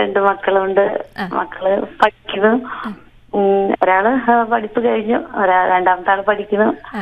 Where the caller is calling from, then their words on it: Velur, Kerala, India; ഞാൻ വേലൂരിൽ നിന്നായ